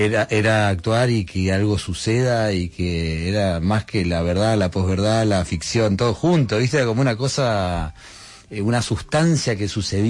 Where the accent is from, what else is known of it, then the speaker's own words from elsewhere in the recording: Mendoza, Argentina; now in Buenos Aires, Argentina; cuando me vine a vivir acá a Buenos Aires, que soy de Mendoza